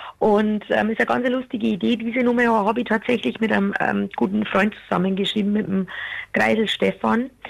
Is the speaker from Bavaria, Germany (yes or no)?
yes; Bavaria, Germany; Ich stehe ja auch auf so feste bayerische Wendungen, auch gerne in meinen Songs. Und bei uns in Bayern gibt es ja ein paar so Anmachsprüche